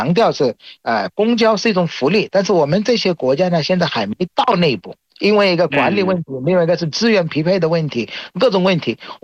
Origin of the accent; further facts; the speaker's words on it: Bangladesh; Chinese is a second language; 我是来自于孟加拉国的